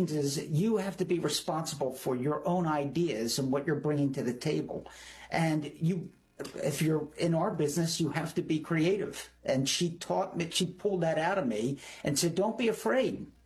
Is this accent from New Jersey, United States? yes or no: yes; Somerdale, New Jersey, United States; Somerdale, New Jersey, which is South Jersey.